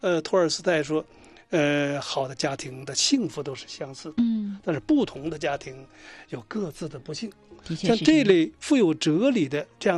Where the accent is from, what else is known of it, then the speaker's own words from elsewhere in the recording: Inner Mongolia, China; moved away; 与我过去出生过的那片土地呼伦贝尔高原，大兴安岭的崇山峻岭，与那个环境有关系。我从小就是在那里长大的。